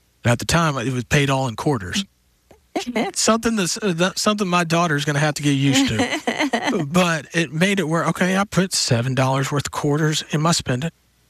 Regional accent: Texas, United States; me growing up in Texas, that was part of our lifestyle

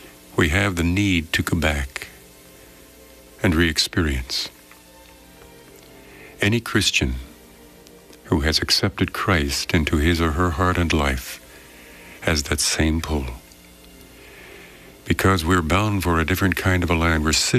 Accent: Philadelphia, Pennsylvania, United States; moved away as an adult; But I only spent 18 years there. I've spent 45 or 50 elsewhere. But I'm from Philadelphia. I still retain some of the accent.

